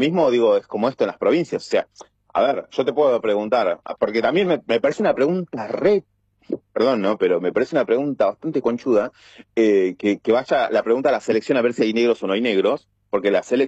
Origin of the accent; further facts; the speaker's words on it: Argentina; nosotros como argentinos